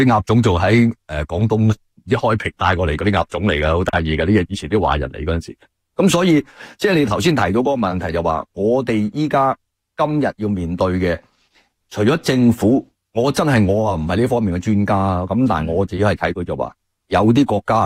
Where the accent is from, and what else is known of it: Canada